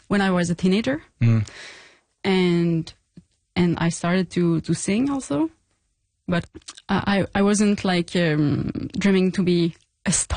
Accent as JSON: {"language": "English", "town": "Gaspésie", "region": "Quebec", "country": "Canada", "lives_now": "Montreal, Canada", "said": "I'm from Gaspésie, which is pretty far from Montreal, but I'm living in Montreal since like 10 years."}